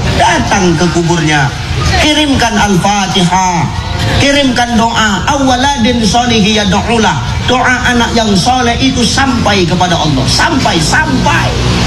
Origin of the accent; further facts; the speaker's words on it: Java, Indonesia; Aku pun orang Jawa. Mak ayahku orang Jawa.